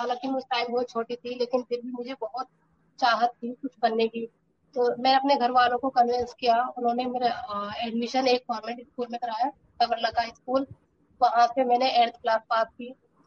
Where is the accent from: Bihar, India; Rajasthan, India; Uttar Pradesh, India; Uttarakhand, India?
Uttar Pradesh, India; Rampur